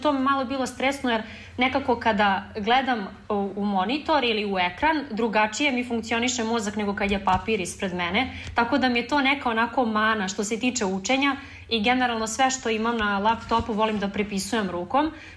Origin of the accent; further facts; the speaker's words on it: Pančevo, Vojvodina, Serbia; Odrasla sam u Pančevu, tu sam i rođena, tako da sam blizu relativno Beograda.